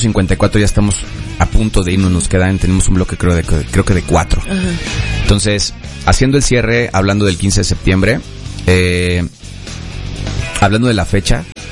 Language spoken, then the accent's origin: Spanish; Mexico; Celebrar que somos mexicanos.